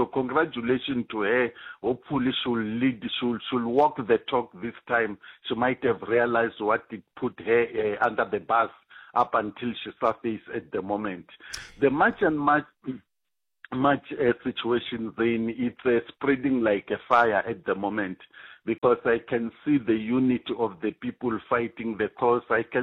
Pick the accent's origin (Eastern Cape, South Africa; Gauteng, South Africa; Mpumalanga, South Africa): Mpumalanga, South Africa; I come from Mpumalanga as well, Zane.